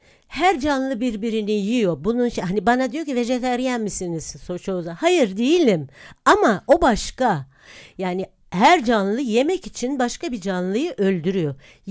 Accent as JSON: {"language": "Turkish", "region": "Istanbul", "country": "Turkey", "tie": "born or raised there", "said": "Çoğu adalardan, çünkü çocukluğum orada geçmiş."}